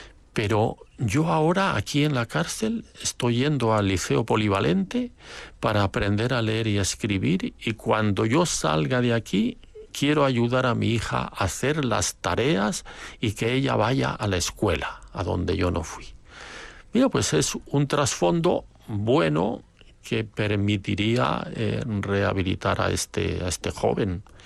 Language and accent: Spanish; Spain; now in Chile; soy español chileno, tengo doble nacionalidad.